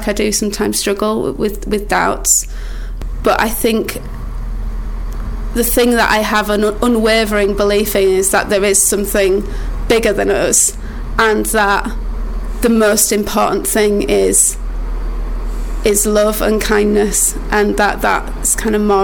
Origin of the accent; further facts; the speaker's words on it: Wakefield, Yorkshire and the Humber, United Kingdom; also born or lived in Bradford; now in Knaresborough, United Kingdom; I was born in Wakefield, so in East Ardsley, if you know Wakefield well. And then I grew up sort of like... Tingley Mall area.